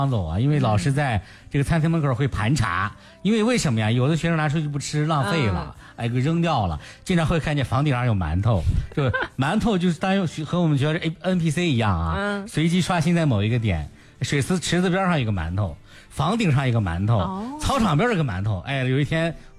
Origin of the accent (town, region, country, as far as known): Shanxi, China